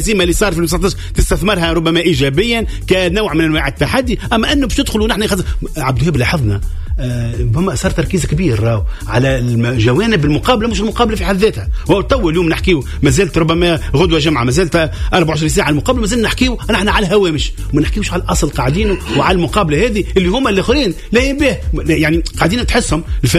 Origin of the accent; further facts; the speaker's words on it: Tunisia; نحن كجمهور تونسي